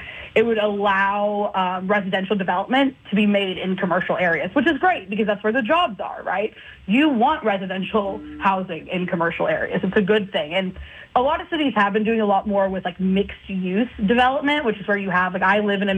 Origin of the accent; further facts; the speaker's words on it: Texas, United States; I mentioned earlier I was from Texas